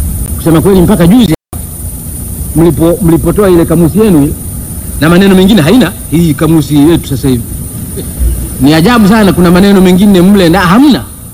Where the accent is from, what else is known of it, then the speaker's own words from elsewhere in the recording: Mara, Tanzania; born there; first language Zanaki; Swahili is a second language; Mimi nimekwenda shuleni nimejifunza Kiswahili nikiwa mtu mzima, si lugha yangu, si lugha ya mama na baba. Lugha ya mama na baba Kizanaki, na wala sikuwa Mswahili wa mjini. Nilikuwa nachunga ng'ombe kule Uzanaki